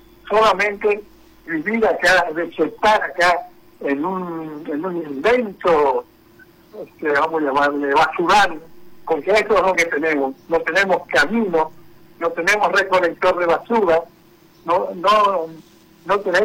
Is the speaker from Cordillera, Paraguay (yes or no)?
no; Asunción, Paraguay; Los dueños de Asunción somos los asuncenos todos